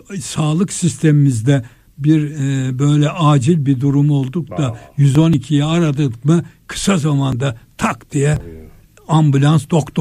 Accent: Gönen, Balıkesir, Turkey; moved away; Ben Gönen'e gitmiştim. Benim memleketim orası.

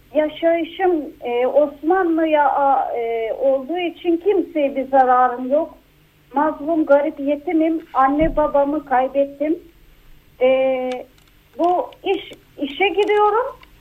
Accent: Edirne, Turkey; born there; Ben Edirne 1. Murat Lisesi'nden mezun oldum 2006'da.

